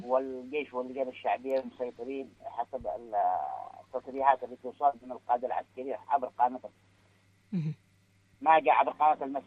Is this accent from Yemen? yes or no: yes; Taiz, Taiz Governorate, Yemen; بالنسبة للمواطن احنا متواصلين، احنا أبناء تعز بكل واحد مع أهل في المدينة